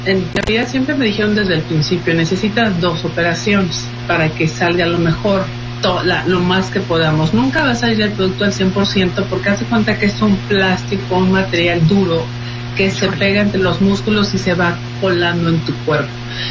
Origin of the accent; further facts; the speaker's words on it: Mexico; decidí venirla a presentar a México, pues porque soy mexicana